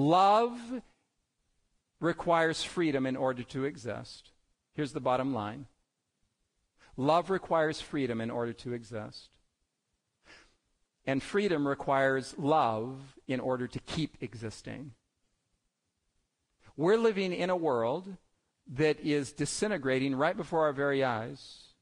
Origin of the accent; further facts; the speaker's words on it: United States